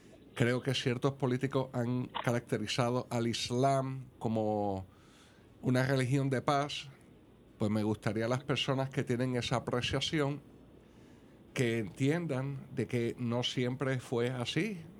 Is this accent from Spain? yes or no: yes; Madrid, Community of Madrid, Spain; moved away; also born or lived in Puerto Rico; yo, aunque nací en Puerto Rico, me crié en Madrid, en España